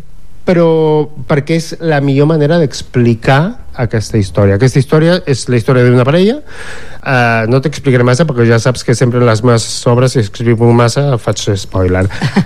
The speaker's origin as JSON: {"language": "Catalan", "country": "Argentina", "said": "em ve que és el primer llenguatge que jo vaig aprendre abans d'aprendre a escriure castellà, perquè soc d'Argentina."}